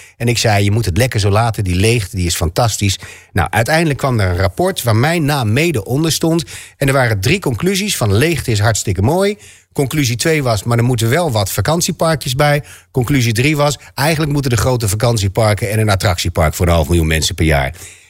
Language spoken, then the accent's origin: Dutch; Groningen, Netherlands; accent: Groningen; Nou ja, dat is gewoon mijn taal waar ik vandaan kom. Als ik met mijn ouders praat, dan praat ik zo, zeg maar.